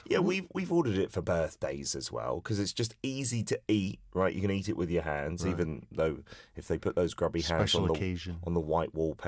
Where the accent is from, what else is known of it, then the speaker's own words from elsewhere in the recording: United Kingdom; moved away; growing up as a Brit